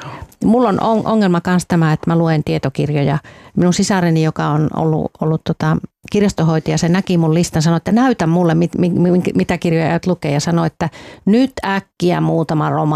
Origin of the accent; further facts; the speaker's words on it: Helsinki, Uusimaa, Finland; En minä muista täällä, kun mä aina olen helsinkiläinen.